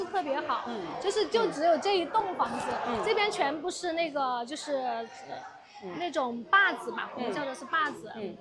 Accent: Chongqing, China; now in Pixian, Chengdu, China; 我是重庆的。

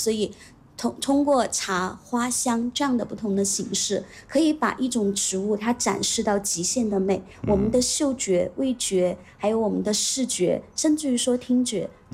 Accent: Guizhou, China; 当时老师听到我说，哎，我来自贵州，他就说贵州也有很多好香啊。

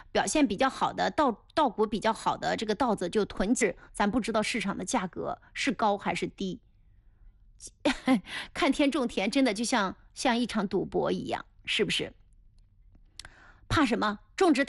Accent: Anhui, China; 咱们安徽

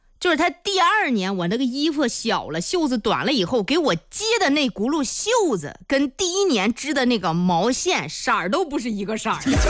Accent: Meishan, Sichuan, China; moved away; 我们老家眉山

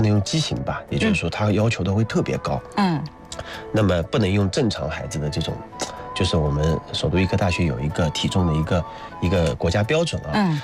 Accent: Hangzhou, Zhejiang, China

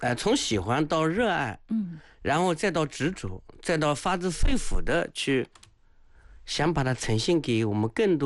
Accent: Anhui, China; moved away as an adult; also born or lived in Beijing; 作为一个安徽人

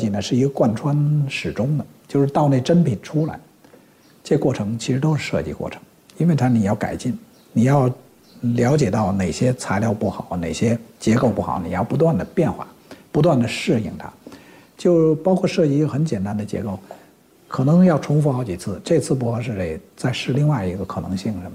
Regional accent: China; 就你不要说这设计是西方人就好，或者我们中国人就差

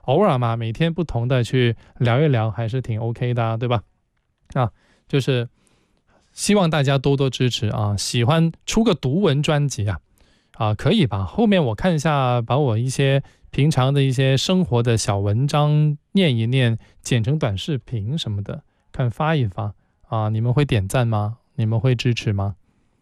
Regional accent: Guangdong, China; 更是呢专属于我们广东人的夏日啤酒 party 啊

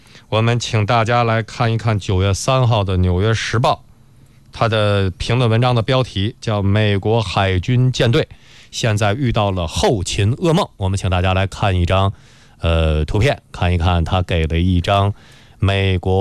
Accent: China

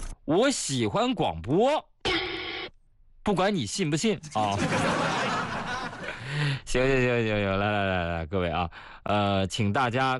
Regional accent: Shanxi, China; moved away; 就是我老家的山西老陈醋

